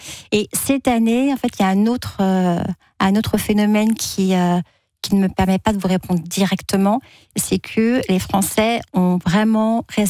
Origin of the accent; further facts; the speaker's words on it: Brittany, France; je suis bretonne, donc les Bretons ne m'en voudront pas.